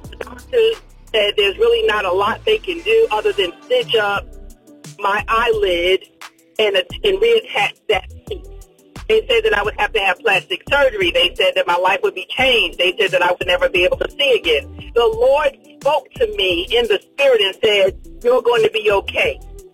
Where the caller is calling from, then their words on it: Atlanta, Georgia, United States; I am calling from Atlanta.